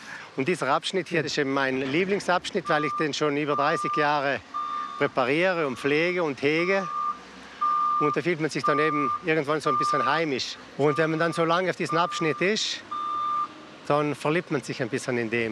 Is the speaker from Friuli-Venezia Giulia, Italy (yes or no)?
no; Naturns, Trentino-Alto Adige, Italy; Ja, wir kommen großteils aus Natur und von den Nebendörfern.